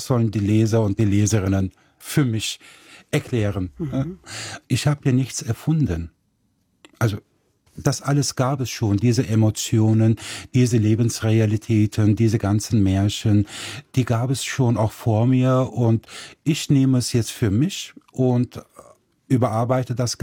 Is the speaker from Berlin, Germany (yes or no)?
no; Nettetal, North Rhine-Westphalia, Germany; Ich bin ja in der Provinz Nettetal geboren. Da bin ich groß geworden. Heute lebe ich immer noch in Nettetal. Also ich bin aus Nettetal nicht rausgekommen.